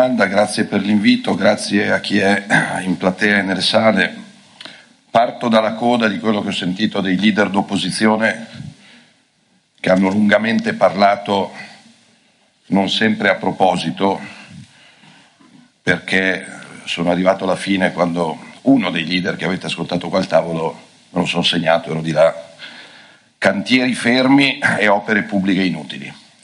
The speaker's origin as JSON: {"language": "Italian", "region": "Lombardy", "country": "Italy"}